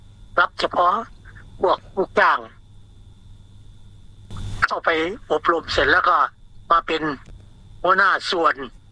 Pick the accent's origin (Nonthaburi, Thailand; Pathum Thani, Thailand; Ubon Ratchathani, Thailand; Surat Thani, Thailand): Ubon Ratchathani, Thailand; บ้านเกิดผมอยู่จังหวัดอุบล